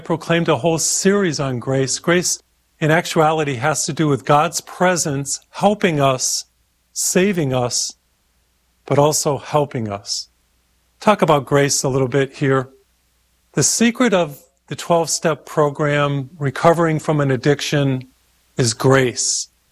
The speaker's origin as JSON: {"language": "English", "region": "Massachusetts", "country": "United States", "tie": "born or raised there"}